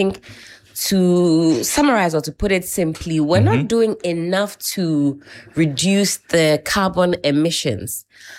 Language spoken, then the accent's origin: English; Ghana